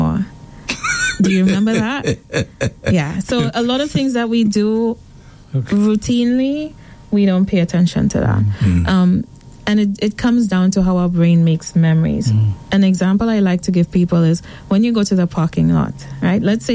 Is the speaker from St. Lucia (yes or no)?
yes; Castries, St. Lucia; also born or lived in St. George's, Grenada; I am from Castries. I'm a Castries girl. I trained in St. George's in Grenada.